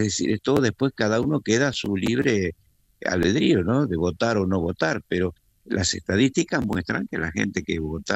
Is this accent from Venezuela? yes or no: no; Spain; fíjese que los que somos españoles y vivimos aquí, que somos muchos, muchos, ¿qué porcentaje muy pequeño vota?